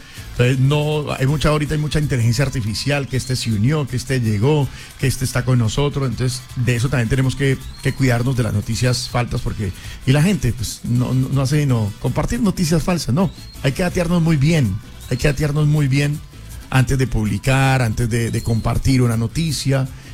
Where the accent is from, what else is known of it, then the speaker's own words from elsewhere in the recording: Colombia; me gusta ese deber que tenemos nosotros como colombianos